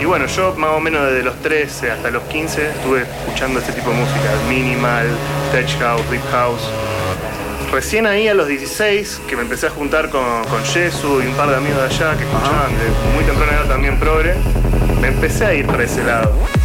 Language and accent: Spanish; Viedma, Río Negro, Argentina; moved away as an adult; now in Rosario, Argentina; yo no soy de acá, soy de Viedma, Río Negro. Me vine acá a los 18. Y bueno, pero ya estoy viviendo, ya me considero un rosarino ya, podríamos decir.